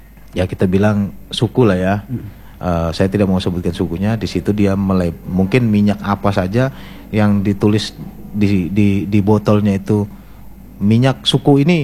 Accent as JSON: {"language": "Indonesian", "town": "Balikpapan", "region": "East Kalimantan", "country": "Indonesia", "said": "Nah saya anak mana? Anak Balikpapan. Balikpapan Kalimantan Timur."}